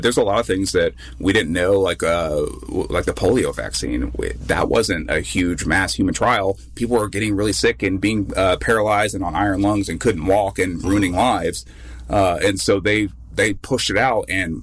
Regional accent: Arkansas, United States; You know, I'm from Arkansas. I think we already, like, Arkansans, in my opinion, are already like, I don't know.

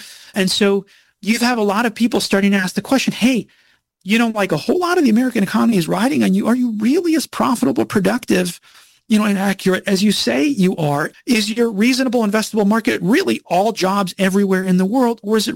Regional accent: Peru; I'm from Peru, right?

